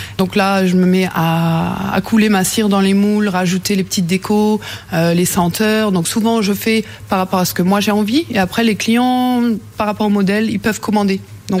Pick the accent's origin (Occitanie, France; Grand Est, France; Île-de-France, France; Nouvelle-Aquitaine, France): Grand Est, France; Sarreguemines; nous, on est originaires de Sarreguemines tous les deux. Donc, je voulais déjà que ce soit dans notre ville de naissance.